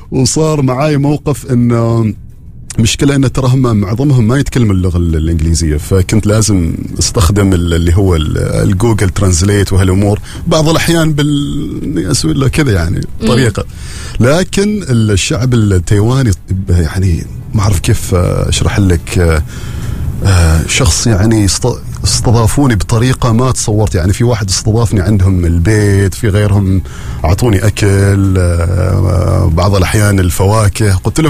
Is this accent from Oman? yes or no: yes; Oman; بلادنا سلطنة عمان